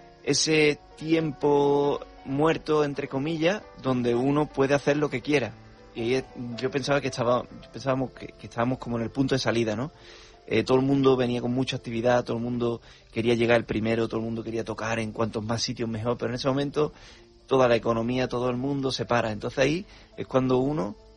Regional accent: Utrera, Andalusia, Spain; no solamente era de mi tierra, ¿no? De Utrera, donde quizá yo trataba de ir despuntando, ¿no? O en Sevilla o tal

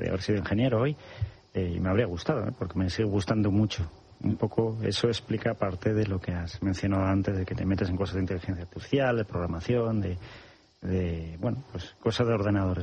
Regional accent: Collado Villalba, Community of Madrid, Spain; Pues mira, yo nací en Madrid, en La Paz. La ciudad deportiva del Real Madrid, que ya no está aquí. O sea que igual ya no somos tan jóvenes. Y bueno, pues básicamente crecí en Villalba, que es un pueblo de la Sierra de Madrid

